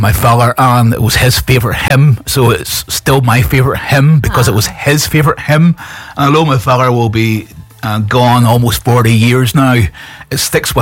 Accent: Northern Ireland, United Kingdom; growing up in Northern Ireland was tough.

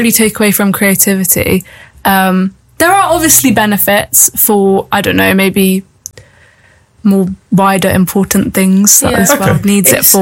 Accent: Plymouth, South West England, United Kingdom; I'm 19 years old. I am from Plymouth, born and bred, still live in Plymouth.

